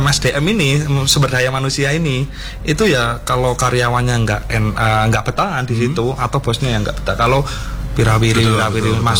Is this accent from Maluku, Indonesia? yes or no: no; Malang, East Java, Indonesia; also born or lived in Wonogiri; Tapi kalau dari kecil memang sekolahnya di Malang.